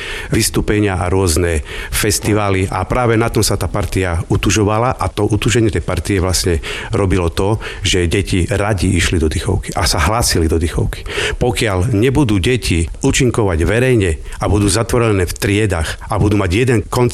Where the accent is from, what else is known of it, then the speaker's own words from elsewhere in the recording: Poprad, Prešov Region, Slovakia; U nás v Poprade absolútne.